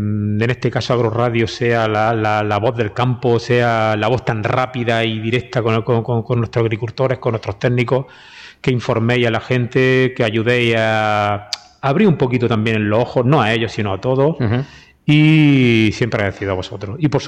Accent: Adra, Andalusia, Spain; por mi pueblo, yo soy de Adra

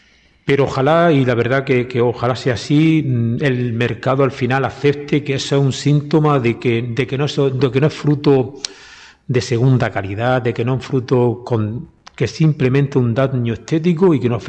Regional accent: Adra, Andalusia, Spain; y el otro día me acerco allí por mi pueblo, yo soy de Adra

